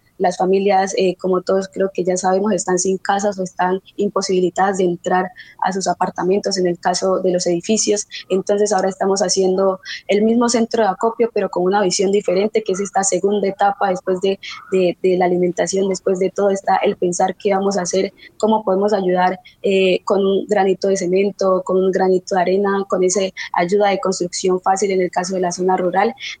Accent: Colombia; now in Palmira, Colombia

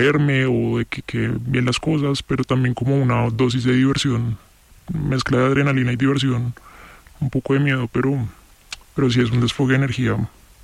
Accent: Bogotá, Colombia; llego a un barrio radicalmente distinto desde el sur de Bogotá, que es de donde soy

